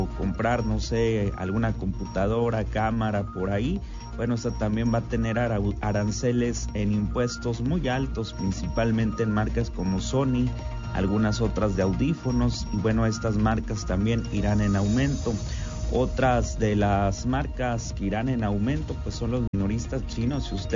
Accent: Mexico

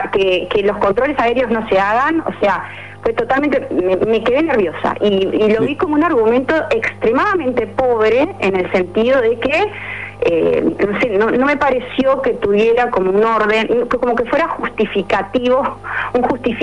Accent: Uruguay; como uruguaya me quedé sumamente nerviosa, porque tanto en ese lugar tan pequeño que son 30 kilómetros, como en todo el Uruguay, Aviación Civil tiene que controlar.

